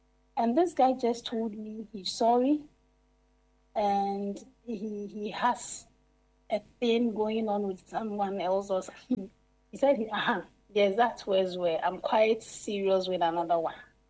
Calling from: Tarkwa, Western Region, Ghana; I'm calling from Takwa.

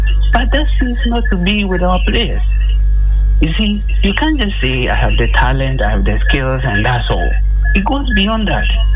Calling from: Accra, Greater Accra, Ghana; I'm from Accra.

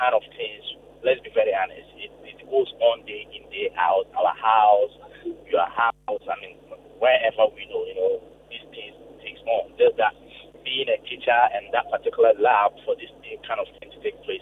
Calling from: Manchester, North West England, United Kingdom; calling from Manchester

